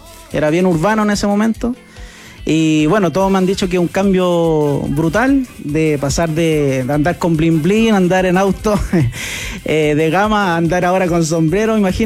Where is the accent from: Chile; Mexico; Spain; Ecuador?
Chile; Santiago, Santiago Metropolitan Region; also born or lived in Puente Alto; Nací en el Sótero del Río, después estuve viviendo en Macul.